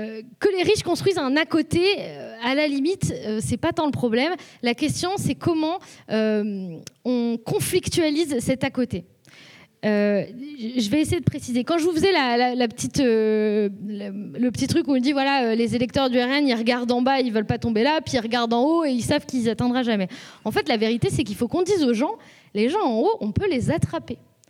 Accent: Lyon, Auvergne-Rhône-Alpes, France; now in Toulouse, France

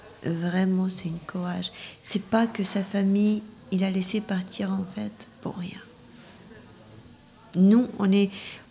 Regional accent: Albania; French is a second language; now in France; Oui, mais je suis venue de l'Albanie.

